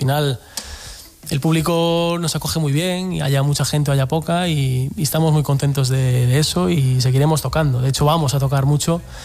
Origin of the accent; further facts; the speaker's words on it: Galicia, Spain; nosotros somos un pueblito de Galicia.